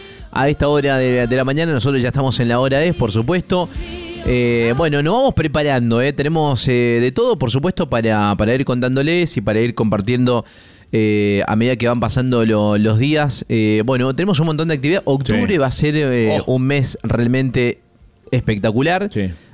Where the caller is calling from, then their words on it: Santa María, Catamarca, Argentina; de Santa María de Catamarca.